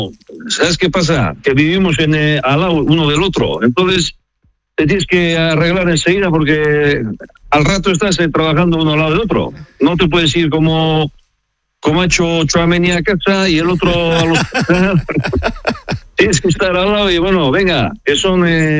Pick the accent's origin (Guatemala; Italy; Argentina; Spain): Spain; San Vicente de la Sonsierra, La Rioja; born there; Yo nací en San Vicente de la Sonsierra, La Rioja. Mi madre es riojana.